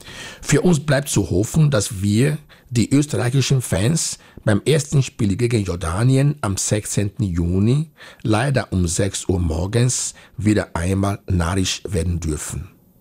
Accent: Nigeria; now in Austria; Ein bisschen traurig bin ich übrigens schon, dass Nigeria, das Team meiner alten Heimat, wieder nicht dabei ist.

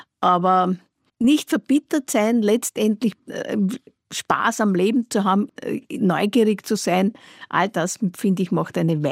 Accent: Vienna, Austria; Ich bin ein Gewächs in Floridsdorf aufgewachsen, aus der unteren Schicht kommend.

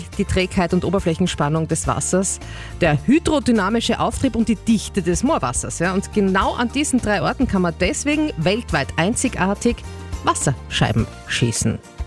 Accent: Styria, Austria; und der Schattensee in Krakau bei uns in der Steiermark.

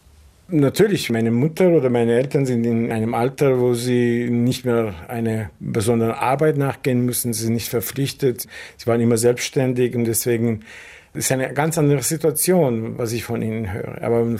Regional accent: Vienna, Austria

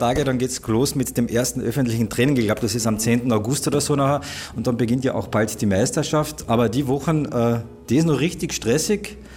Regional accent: Villach, Carinthia, Austria; Das ist auch das als Villacher, das ist in der DNA drin, ein Eishockey oder generell als Kärntner, Kärnten und Eishockey, das geht Hand in Hand.

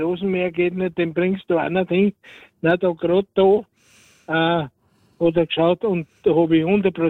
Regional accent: Annaberg, Lower Austria, Austria; now in St. Pölten, Austria; ich bin in St. Pölten daheim, aber ich bin gebürtig Annaberg in der Nähe von Mariazell.

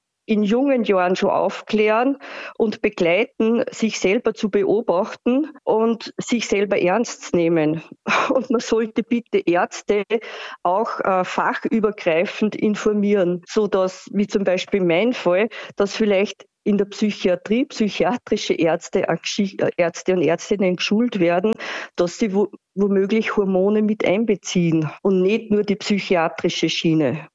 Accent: Upper Austria, Austria; moved away; ich wandere bis in meine alte Heimat nach Oberösterreich, über die Nordalpen drüber

